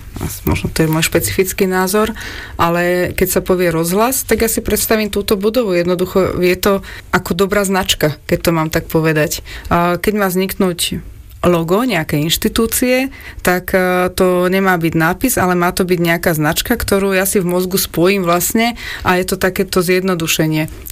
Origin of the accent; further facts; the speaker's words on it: Piešťany, Trnava Region, Slovakia; pretože som z Piešťan